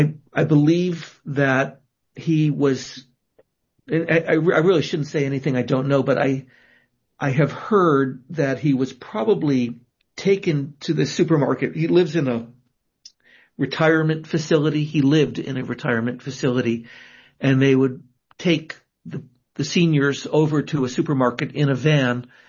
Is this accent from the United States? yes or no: yes; Rhode Island, United States; I grew up in Rhode Island, where I am now. I went to a Quaker high school, and then I went to Harvard undergrad and grad school.